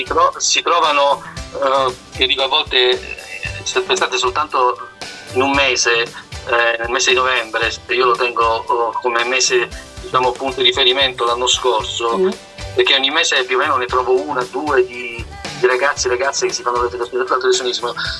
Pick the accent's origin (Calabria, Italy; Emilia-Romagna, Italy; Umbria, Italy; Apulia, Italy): Apulia, Italy; Brindisi; born there; now in Bari, Italy; Sono nato a Brindisi